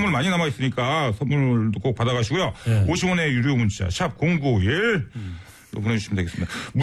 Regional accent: Incheon, South Korea; 저도 인천 사람인데.

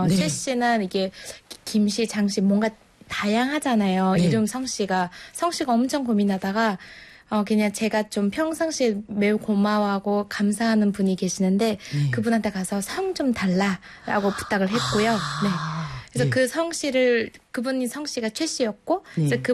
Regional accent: Mongolia; Korean is a second language; moved away as an adult; now in South Korea; 지금 한국 사람이 되어가지고 … 6, 7년 넘었습니다.

